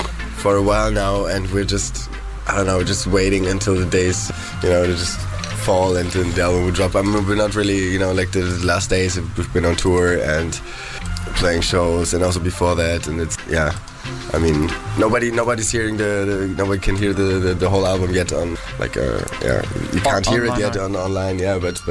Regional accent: Berlin, Germany; moved away as an adult; also born or lived in The Hague, Netherlands; I grew up in Berlin and went to Holland, to Den Haag, to study there.

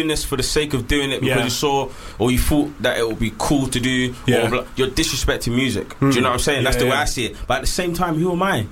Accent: Nigeria; I grew up around Jamaican people. I'm obviously Nigerian myself, so I grew up around Nigerian music.

